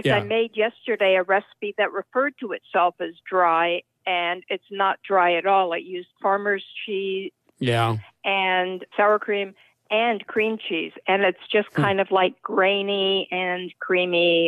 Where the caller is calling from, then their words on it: Ann Arbor, Michigan, United States; also born or lived in Los Angeles; Hey there … I'm calling from Ann Arbor, Michigan.